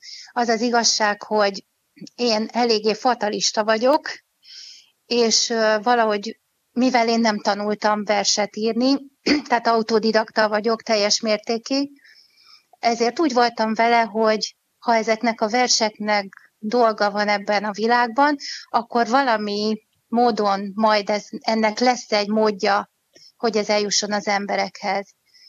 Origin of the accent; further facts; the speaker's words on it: Pécs, Baranya, Hungary; now in Budapest, Hungary; Tehát pécsi születésű vagyok, és egy zenés családba születtem.